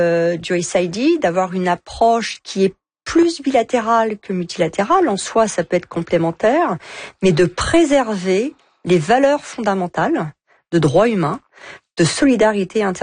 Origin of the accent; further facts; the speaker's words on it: France; Je suis française, c'est aussi dans l'intérêt